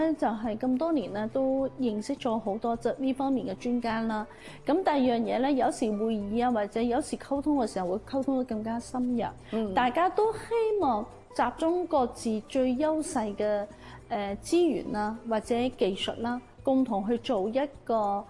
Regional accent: Macau; 回歸25周年嚇，身為澳門人，四星產業應該係有責任去向前行一步嘅。

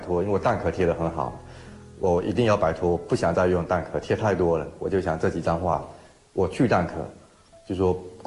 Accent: Pingtan, Fujian, China; 我的家乡就是福建平潭，从小就在海边长大，后来来学校念书的时候其实就很少回去

